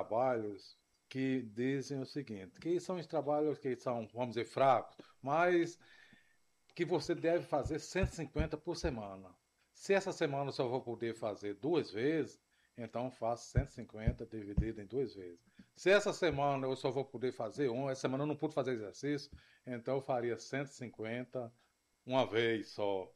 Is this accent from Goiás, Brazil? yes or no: no; Rio Grande do Norte, Brazil; born there; moved away; eu era criança e ele era médico lá em Alexandria.